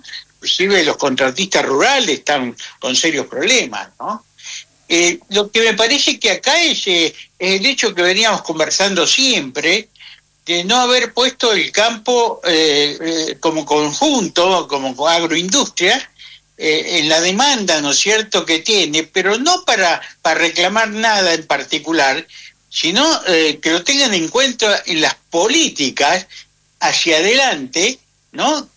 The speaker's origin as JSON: {"language": "Spanish", "region": "La Pampa", "country": "Argentina", "tie": "born or raised there", "also_born_or_lived": "Buenos Aires", "moved": "yes", "said": "yo soy porteño, pero nacido acá, pero me crié en la Pampa"}